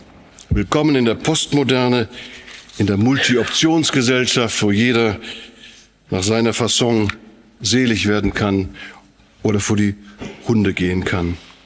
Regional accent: North Rhine-Westphalia, Germany

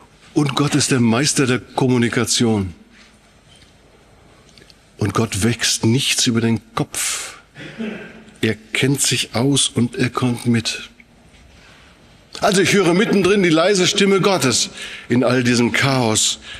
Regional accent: North Rhine-Westphalia, Germany

